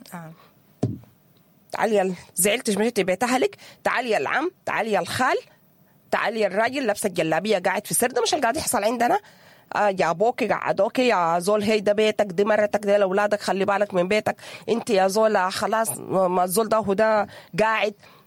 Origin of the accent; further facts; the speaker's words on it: Sudan; احنا كسودانيين متعودين على الاحتزار